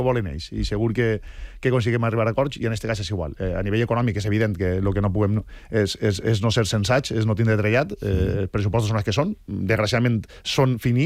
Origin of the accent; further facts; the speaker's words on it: Gavarda, Valencian Community, Spain; Jo crec que cada un som d'un esquem i jo vaig néixer en Gavarda. Jo crec que vaig tenir la sort, no?, de viure en el meu poble. I jo sóc un enamorat del meu poble, la veritat.